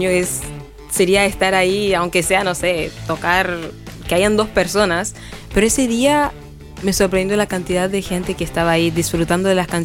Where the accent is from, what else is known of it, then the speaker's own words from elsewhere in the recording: Haiti; now in Chile; soy yo de Haití